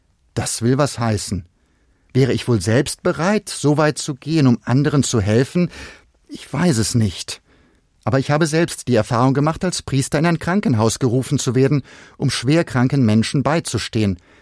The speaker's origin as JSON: {"language": "German", "town": "Düren", "region": "North Rhine-Westphalia", "country": "Germany", "tie": "born or raised there", "said": "In meiner Heimatstadt Düren sind mir vor einigen Jahren indische Ordensschwestern begegnet"}